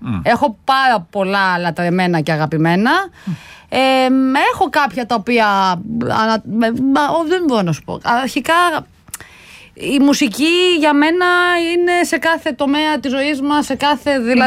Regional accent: Krestena, Western Greece, Greece; born or raised there

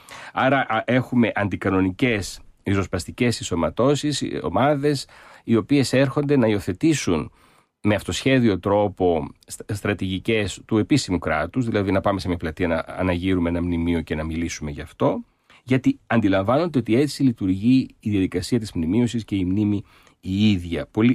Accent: Alexandria, Alexandria Governorate, Egypt; το γεγονός ότι γεννήθηκα και μεγάλωσα στην Αλεξάνδρεια στην Αίγυπτο στο πλαίσιο της ελληνικής παροικίας, στα παροικιακά σχολεία

